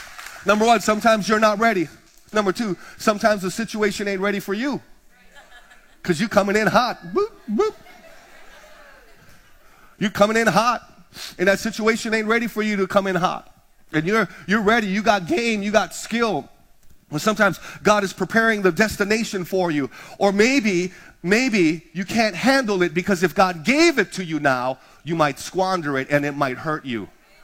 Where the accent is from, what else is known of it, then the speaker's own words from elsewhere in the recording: Hawaii, United States; I'm from the Big Island. I've been to Mauna Kea.